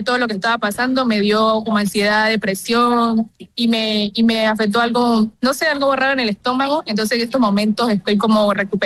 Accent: Tumaco, Nariño, Colombia; moved away

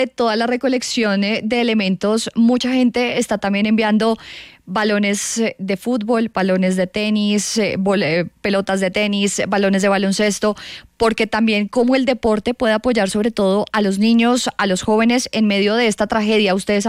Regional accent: Colombia; Es un poco como lo que lo mueve ahora uno, a como colombiano

